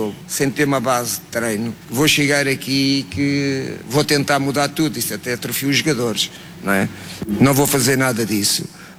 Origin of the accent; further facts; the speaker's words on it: Portugal; Sou português, amo o meu país.